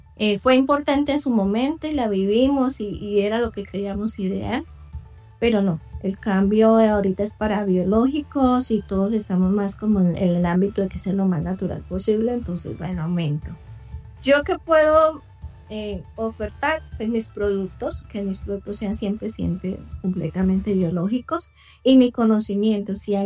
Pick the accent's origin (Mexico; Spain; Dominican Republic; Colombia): Colombia; Cúcuta, Norte de Santander; Yo estudié en la Universidad Francisco de Paula Santander en Cúcuta, soy cucuteña